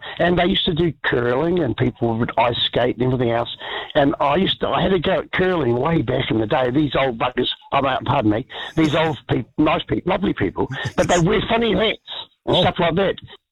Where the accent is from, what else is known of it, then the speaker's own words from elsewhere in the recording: Invercargill, Southland, New Zealand; Now, I'm a Southland farmer's son, I come from Invercargill, originally.